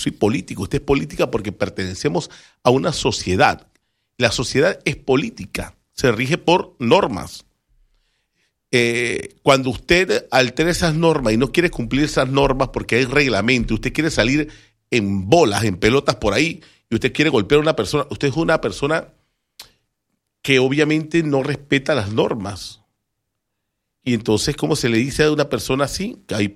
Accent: Panama; como una panameña que paga tributos y como un panameño que paga tributo también.

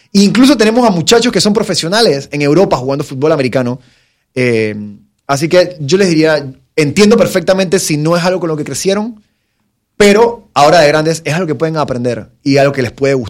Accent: Panama; yo soy de Panamá

